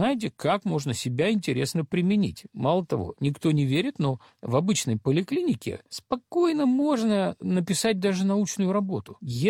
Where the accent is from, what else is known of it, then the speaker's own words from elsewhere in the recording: Kropyvnytskyi, Kirovohrad Oblast, Ukraine; now in Moscow, Russia; где мы там из Кировограда, и где Москва